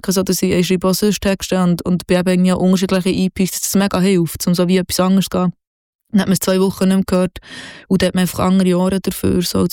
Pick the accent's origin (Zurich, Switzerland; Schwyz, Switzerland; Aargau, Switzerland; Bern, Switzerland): Bern, Switzerland; accent: Bernese German; first language Bernese German; Und die Sprache, die mich umgibt, ist Berndeutsch. Und zwar ist das echt meine Muttersprache in meiner Familie, in meinem Freundeskreis.